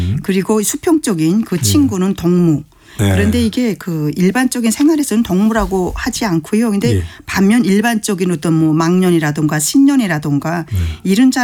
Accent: North Korea; moved away

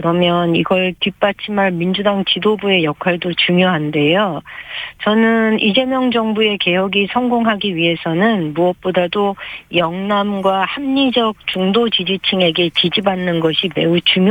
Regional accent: Seoul, South Korea; moved away as an adult; now in Uiseong, South Korea; 고향은 서울인데요.

